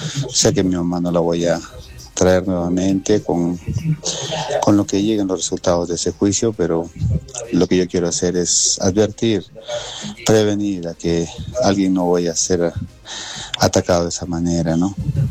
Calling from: Arequipa, Peru; de Alto Cerro Alegre, siempre fiel oyente a la radio.

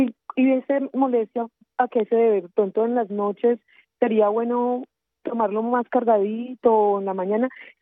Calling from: Ibagué, Tolima, Colombia; Estoy llamando por acá de Ibagué.

